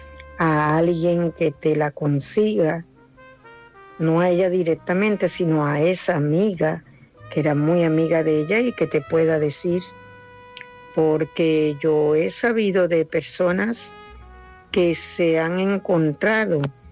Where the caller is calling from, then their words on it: Tenerife, Canary Islands, Spain; Les habla aquí la corresponsal de Tenerife